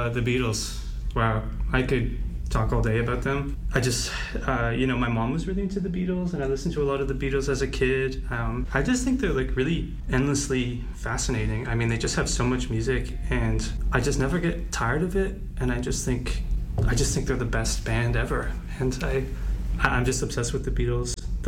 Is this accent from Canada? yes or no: yes; Orillia, Ontario, Canada; I'm Canadian and... I'm from a small town called Orillia, a couple hours north of Toronto. And I don't know, maybe there's like a small town accent thing or something, but like, I don't know, my family doesn't think I have an accent